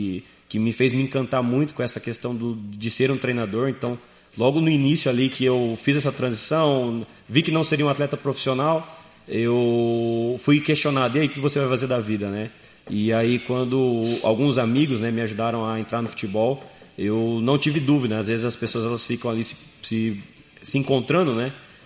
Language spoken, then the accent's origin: Portuguese; Bauru, São Paulo, Brazil; Nascido e criado em Bauru, interior de São Paulo.